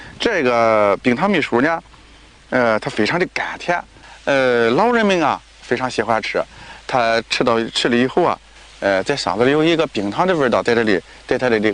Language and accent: Chinese; Binzhou, Shandong, China; 41岁，山东省滨州市武陂县刘浦镇大王刘浦村人，从小在农村出生，农村长大，